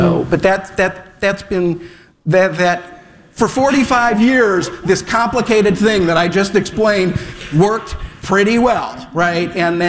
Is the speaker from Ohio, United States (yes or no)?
yes; Cleveland Heights, Ohio, United States; born there; So I was born in Cleveland Heights.